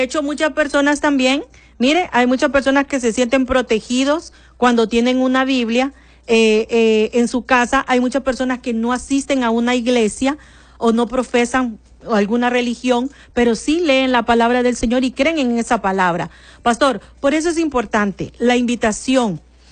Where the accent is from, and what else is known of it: Honduras